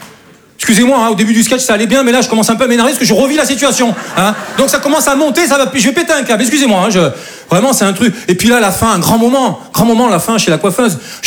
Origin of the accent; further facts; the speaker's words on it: south of France, France; now in Paris, France; Je dis ça parce que moi, je viens du sud de la France. Et chez nous, c'est un peu plus tranquille, quoi. Et voilà, je suis monté sur Paris, voilà, pour devenir comédien.